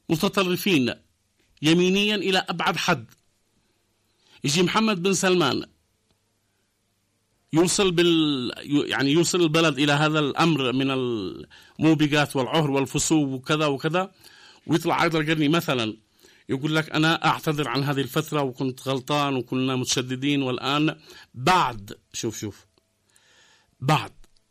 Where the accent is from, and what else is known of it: Yemen